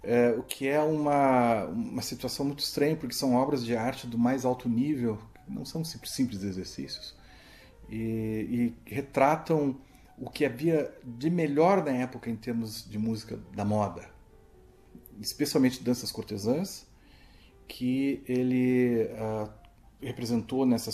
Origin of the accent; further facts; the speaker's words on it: Porto Alegre, Rio Grande do Sul, Brazil; Sou de Porto Alegre, eu atuo em Porto Alegre desde 1979